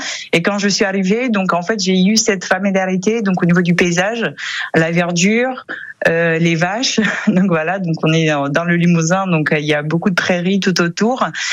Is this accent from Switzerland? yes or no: no; Orhei, Orhei District, Moldova; moved away as an adult; now in Limoges, France; Je suis originaire effectivement de Moldavie, d'un tout petit village en centre. Donc, à une heure de la capitale. Donc, il s'appelle Orhei. Donc, c'est un peu plus difficile à le prononcer. Un pays très campagnard, très vert